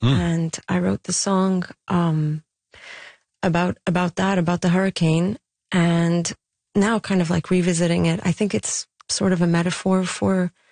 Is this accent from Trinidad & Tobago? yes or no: no; London, United Kingdom; born there; I was born in London because... If I was born in Kuwait, I would only have a Jordanian citizenship because we're Palestinian.